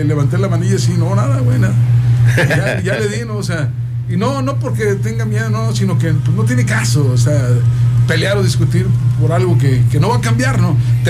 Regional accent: San Luis Potosí, Mexico

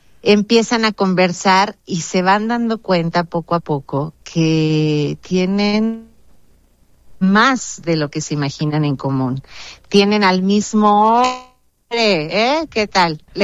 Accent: Durango, Mexico; siempre yo soy de provincia, yo soy de Durango, y yo me acuerdo cómo me quejaba, ay, ¿por qué nada más en la Ciudad de México hay espectáculos?

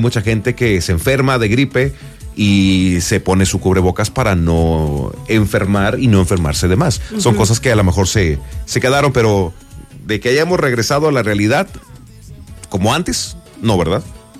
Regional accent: Mexico; se compuso la situación y como todo mexicano salimos adelante

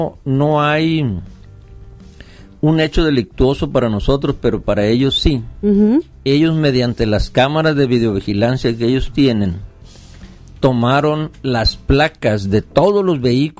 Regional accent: Sinaloa, Mexico; somos sinaloenses

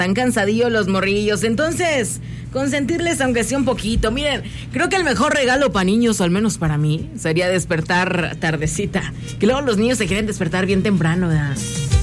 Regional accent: San Luis Potosí, Mexico; A ver, soy potosina, yo lo sé, pero ustedes lo saben y cada que puedo lo digo.

